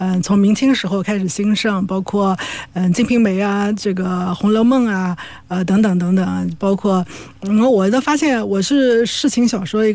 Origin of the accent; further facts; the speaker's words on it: Nanjing, Jiangsu, China; accent: Nanjing dialect; 因为我是一个土生土长的南京人，我生活的这个主干呢，就是我小时候就是生活在太平南路，就是我刚才到电台来的路上还经过了我的小学母校。